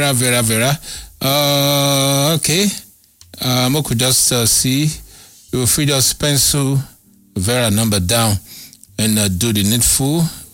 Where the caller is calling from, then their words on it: Port Harcourt, Rivers, Nigeria; I am calling from Port Harcourt.